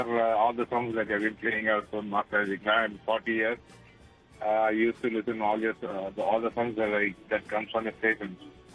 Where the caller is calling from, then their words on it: Chennai, Tamil Nadu, India; I'm calling from Chennai.